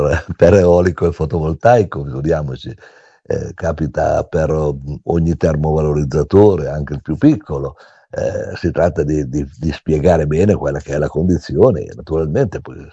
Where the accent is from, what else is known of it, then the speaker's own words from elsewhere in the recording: Piedmont, Italy; io sono piemontese, la mia regione vive con energia, con elettroni che arrivano da centrali nucleari, quelle francesi